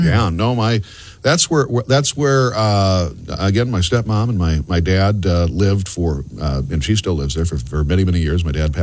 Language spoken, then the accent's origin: English; Platteville, Wisconsin, United States; moved away; these are guys that I grew up with in Platteville, Wisconsin.